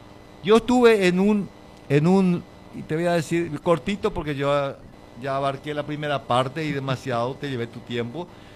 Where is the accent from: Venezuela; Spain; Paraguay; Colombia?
Paraguay; Fram, Itapúa; como paraguayo, como frameño